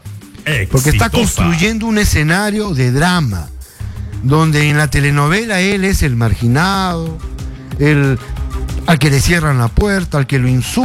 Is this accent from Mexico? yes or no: no; Peru; Porque así somos los peruanos